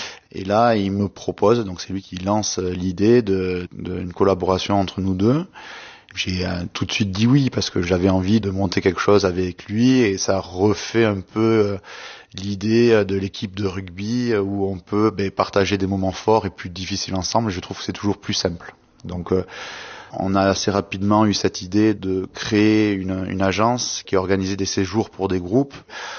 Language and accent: French; Biarritz, Nouvelle-Aquitaine, France; born there; now in Anglet, France; quand on est jeune ici à Biarritz, le sport principal est le rugby, et c'est un sport que tu pratiques aussi à l'école